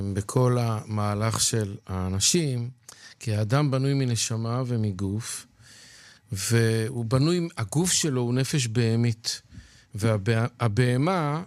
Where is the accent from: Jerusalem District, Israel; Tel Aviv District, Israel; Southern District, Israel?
Tel Aviv District, Israel; Bnei Brak; born there; נולדתי שם